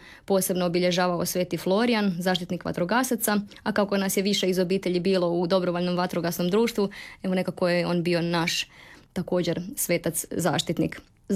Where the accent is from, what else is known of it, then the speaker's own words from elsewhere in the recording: Husain, Sisak-Moslavina County, Croatia; now in Zagreb, Croatia; Odrasla sam u jednoj tradicionalnoj katoličkoj obitelji, u jednom malom mjestu nedaleko od Kutine. Najstarija sam od troje djece i dolazim iz dosta velike obitelji.